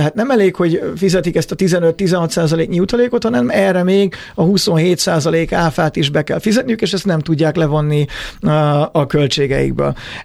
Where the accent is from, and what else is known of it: Hungary